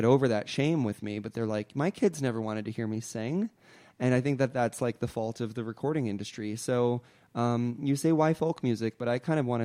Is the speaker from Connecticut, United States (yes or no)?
yes; Connecticut, United States; moved away; I'd done some recording up in Connecticut, my home state.